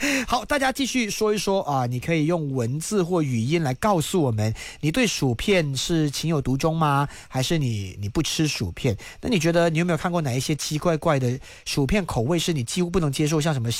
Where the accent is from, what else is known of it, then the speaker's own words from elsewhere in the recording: Malaysia; 好啦，我们马来西亚人比较难接受了啊